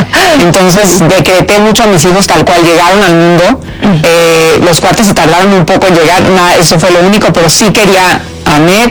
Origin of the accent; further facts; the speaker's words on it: Mexicali, Baja California, Mexico; Entonces yo crecí en los camerinos de Telemundo Los Ángeles, en el teatro en Mexicali, pero yo crecí en Mexicali.